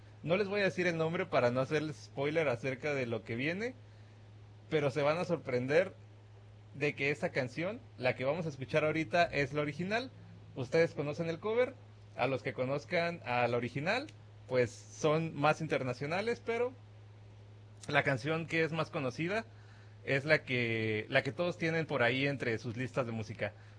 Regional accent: Apatzingán, Michoacán, Mexico; also born or lived in Lázaro Cárdenas, Michoacán; now in Burley, Idaho, United States; al yo haber crecido en Tierra Caliente, en Apatzingán

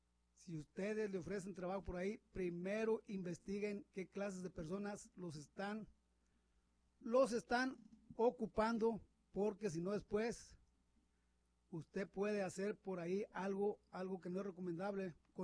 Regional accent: Mexico; Todas las personas que venimos de por allá de México, todas las personas que cruzamos

